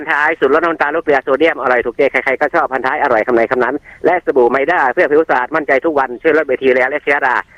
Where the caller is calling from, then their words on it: Mae Mo, Lampang, Thailand; ลำปางครับแม่เหมาะครับผม